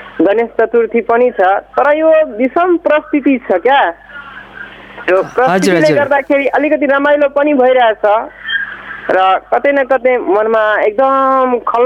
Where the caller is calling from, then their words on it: Lahan, Madhesh Province, Nepal; सिराहा लहान.